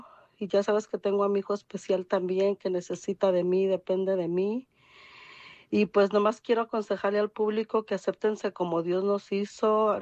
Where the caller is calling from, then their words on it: Bakersfield, California, United States; de Bakersfield.